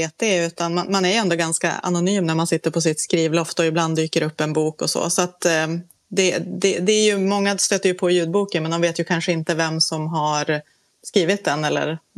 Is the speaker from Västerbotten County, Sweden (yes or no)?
yes; Holmsund, Västerbotten County, Sweden; Jag är uppvuxen i Holmsund